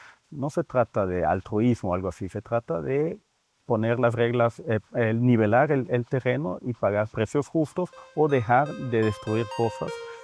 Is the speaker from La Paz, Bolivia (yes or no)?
no; Santa Cruz, Bolivia; born there; Yo nací en Bolivia, yo nací en Santa Cruz